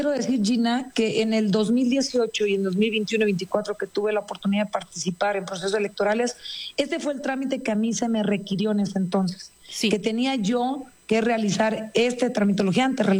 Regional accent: Nayarit, Mexico; born there; Yo soy mexicana por nacimiento, en su artículo 30, apartado A, fracción segunda, al ser hija de padres mexicanos.

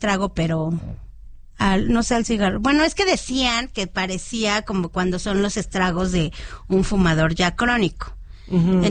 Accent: Mexico City, Mexico; yo soy oriunda de Coajimalpa.

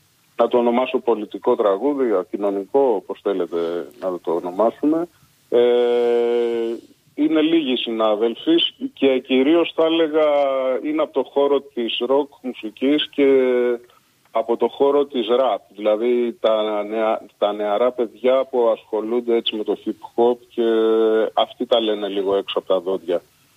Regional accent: Piraeus, Attica, Greece; born there; δεν γεννήθηκα στα Χανιά, γεννήθηκα στον Πειραιά.

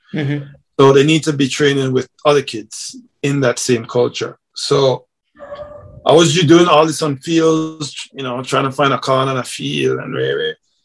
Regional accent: Jamaica; so my model is based off of how I grew up in Jamaica

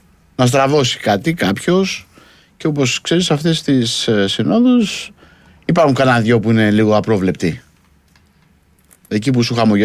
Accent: Piraeus, Attica, Greece; Λοιπόν, και αρχηγέ να σας πω ότι εγώ είμαι από τον Πειραιά.

